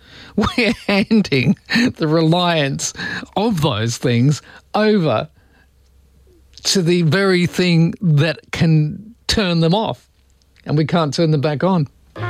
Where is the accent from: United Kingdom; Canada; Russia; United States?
United Kingdom; England; And besides being English, I'm a tea drinker.